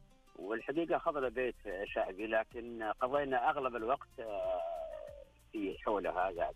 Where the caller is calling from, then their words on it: AlUla, Medina Province, Saudi Arabia; الزميل من العلا.